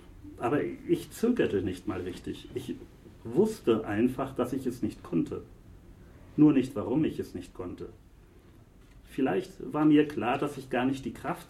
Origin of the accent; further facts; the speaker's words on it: Northern Germany, Germany; Ich fremdel ja als Norddeutscher mit solchen Begriffen sehr.